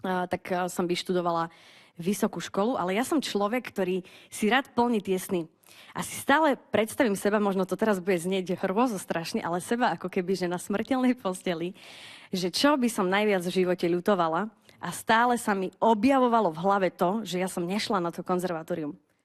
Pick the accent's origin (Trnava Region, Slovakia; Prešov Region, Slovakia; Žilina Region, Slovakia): Prešov Region, Slovakia; Bardejov; lebo ja originál pochádzam z Bardejova.